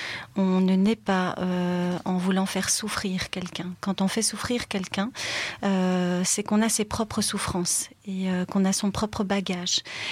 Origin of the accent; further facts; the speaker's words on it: Belgium; born there; le plat pays, ben, c'est le mien. J'ai beaucoup voyagé et je voyagerai toujours. Mais voilà, c'est ma terre natale et elle est si belle.